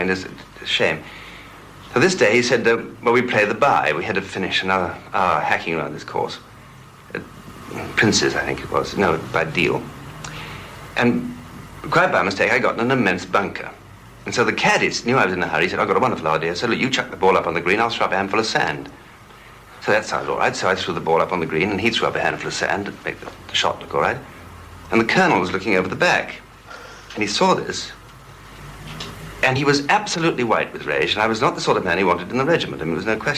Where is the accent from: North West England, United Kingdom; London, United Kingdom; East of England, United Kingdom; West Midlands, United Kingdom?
London, United Kingdom; where are you from? I said, London, England.